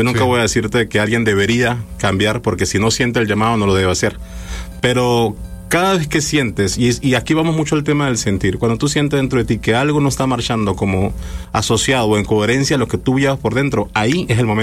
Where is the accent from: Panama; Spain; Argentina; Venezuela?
Venezuela; moved away as an adult; now in Monterrey, Mexico; Venezuela